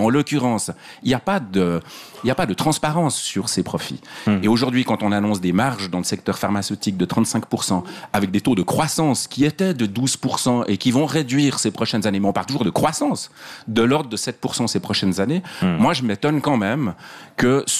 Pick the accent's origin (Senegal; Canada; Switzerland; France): Switzerland; en tant que Suisse.